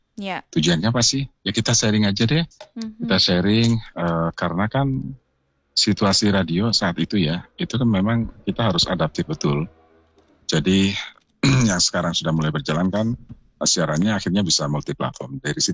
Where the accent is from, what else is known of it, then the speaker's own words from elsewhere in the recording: Tegal, Central Java, Indonesia; now in Jakarta, Indonesia; Asli Ortega. Ortega itu orang Tegal asli.